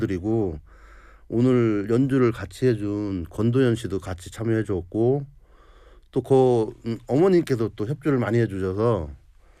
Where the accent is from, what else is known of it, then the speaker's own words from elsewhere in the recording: Seosan, South Chungcheong, South Korea; moved away; 제가 서산 출신이고 또 저도 집이 해미거든요.